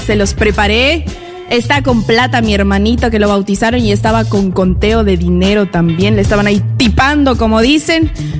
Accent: Mizque, Cochabamba, Bolivia; en mi pueblito Misque están el maní y las frutas.

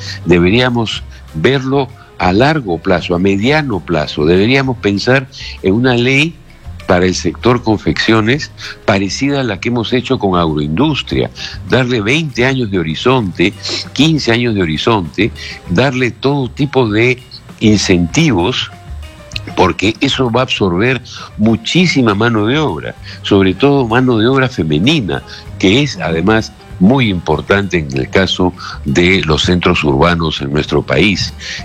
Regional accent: Peru; el problema del sector textil, confecciones en mi país

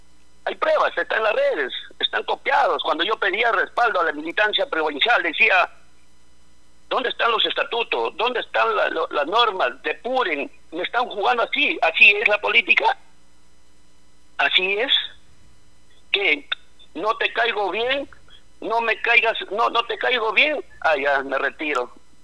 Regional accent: Mazamari, Junín, Peru

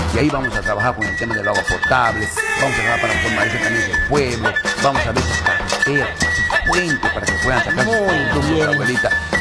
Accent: Iquitos, Loreto, Peru; Soy un nacido y crecido en Belén y así que nosotros yo tengo ya una buena década de años. Conozco mi Belén.

